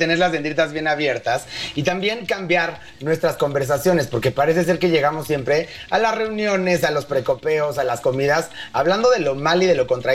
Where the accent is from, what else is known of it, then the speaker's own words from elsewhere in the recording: Mexico; como nosotros como mexicanos se nos pone ese tema del patrimonio